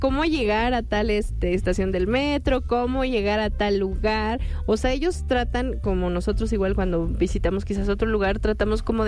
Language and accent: Spanish; Mexico